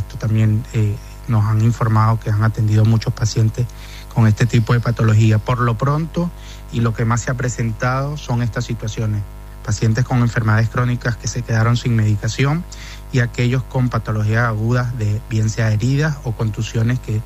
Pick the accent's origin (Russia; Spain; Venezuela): Venezuela; now in Argentina